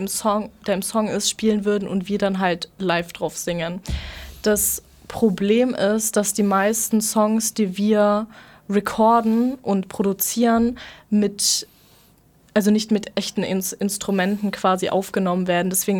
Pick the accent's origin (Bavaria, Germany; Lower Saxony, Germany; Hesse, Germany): Bavaria, Germany; Fürth; also born or lived in Erlangen; ich komme aus Fürth, aber ich bin in Erlangen geboren.